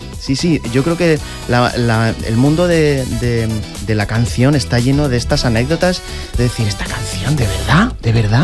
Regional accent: Villena, Valencian Community, Spain; ahora es que mi pueblo, Villena, participó. Yo soy de Villena.

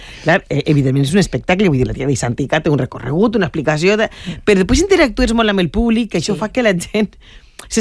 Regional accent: Onda, Valencian Community, Spain; se'n ve al meu poble, estarà en Onda, en que, Onda

